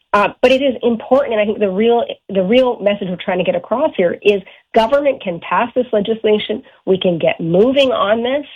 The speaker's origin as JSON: {"language": "English", "region": "Newfoundland and Labrador", "country": "Canada", "moved": "as an adult", "lives_now": "Ontario, Canada", "said": "When I first moved to Ontario from Newfoundland in the late 80s, early 90s, I couldn't believe the weather. I mean, I'm from Newfoundland originally."}